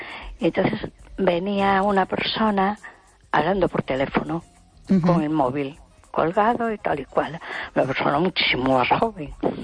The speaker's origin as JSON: {"language": "Spanish", "town": "A Coruña", "region": "Galicia", "country": "Spain"}